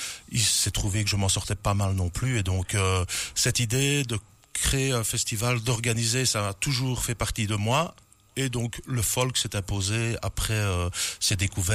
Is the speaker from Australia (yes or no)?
no; Wallonia, Belgium; also born or lived in Liège; now in Florenville area, Belgium; Déjà à l'époque où j'étais en Ardennes, donc ma région d'origine, dans la région de Beaumale-sur-Ourcq, ou quand j'ai vécu à Liège